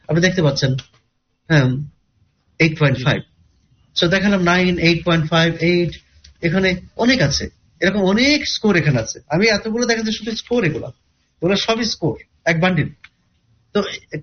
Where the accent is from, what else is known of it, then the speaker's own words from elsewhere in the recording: Kushtia, Khulna Division, Bangladesh; আমার বাড়ি যেমন কুষ্টিয়া